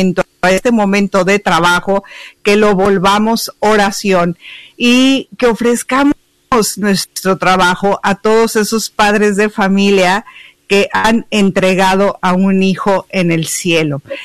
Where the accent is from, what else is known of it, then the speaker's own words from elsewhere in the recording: Mexico; Todo, incluso yo que soy mexicana, me cimbra el corazón